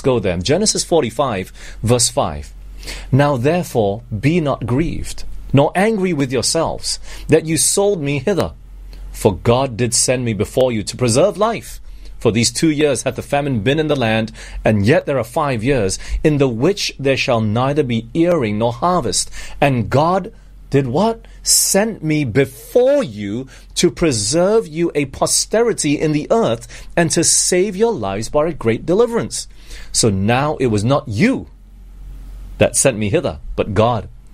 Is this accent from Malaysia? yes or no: yes; Malaysia; also born or lived in Singapore; You know, I've grown up all over the world. I was born in Singapore. I'm actually Malaysian, but I was born in Sing